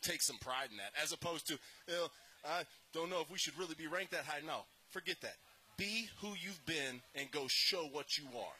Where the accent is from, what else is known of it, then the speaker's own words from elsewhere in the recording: Odessa, Texas, United States; I grew up in Odessa. I know there's a Waffle House in Odessa, Texas.